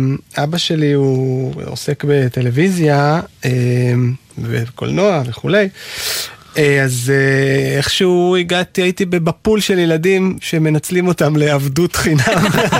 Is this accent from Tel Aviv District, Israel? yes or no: yes; Tel Aviv, Tel Aviv District, Israel; born there; נולדתי בתל אביב לפני 50 שנה. הייתי ילד רגיל ועם שיער.